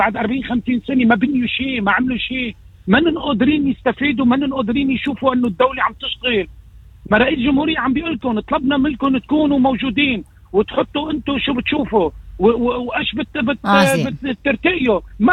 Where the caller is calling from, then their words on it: Lebanon; ما في مؤسسات بلبنان